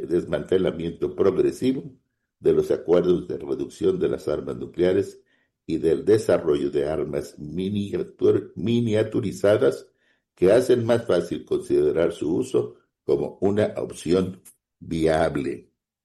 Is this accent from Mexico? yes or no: yes; Mexico; los que somos mexicanos